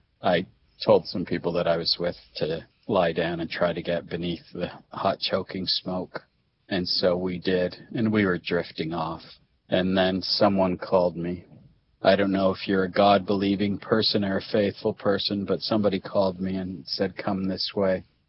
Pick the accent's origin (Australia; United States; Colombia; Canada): Canada; moved away as an adult; I'm a Canadian. I was living and working in New York. I lived in New Jersey.